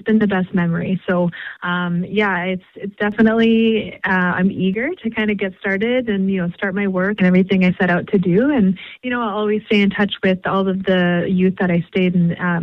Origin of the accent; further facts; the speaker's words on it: Fort McMurray, Alberta, Canada; also born or lived in Cold Lake First Nations, Alberta; But I actually grew up in Fort McMurray, Alberta, which is in Treaty 8 territory. So I always like to, you know, pay respect to where I grew up. I went to high school in Fort McMurray